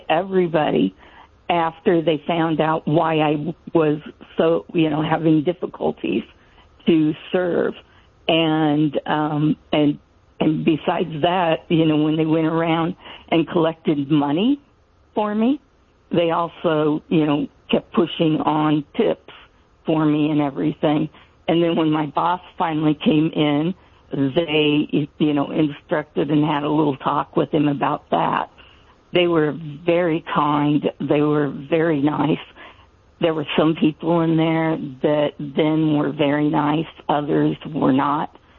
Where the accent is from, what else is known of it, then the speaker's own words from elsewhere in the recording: Iowa, United States; now in Florida, United States; I am from Florida. I was originally from Iowa.